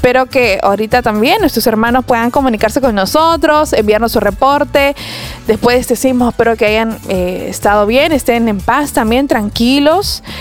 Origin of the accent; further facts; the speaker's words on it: Peru; Somos peruanos